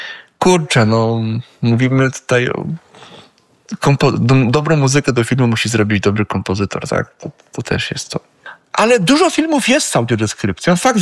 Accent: Silesian Voivodeship, Poland; Ja pochodzę ze Śląska, przecież mianowicie śląskich i w Sosnowcu było przedszkole

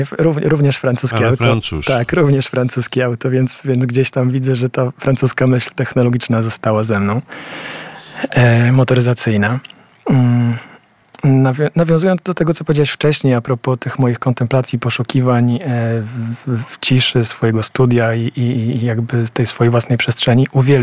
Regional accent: Lubiewo, Kuyavian-Pomeranian Voivodeship, Poland; also born or lived in Tuchola / Bydgoszcz; Urodziłem się w Tucholi. Pierwsze kilkanaście lat swojego życia spędziłem w takiej małej miejscowości nieopodal, w Lubiewie.

